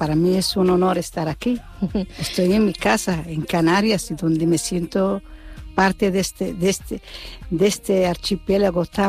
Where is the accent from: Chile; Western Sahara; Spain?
Western Sahara; nosotros, los saharauis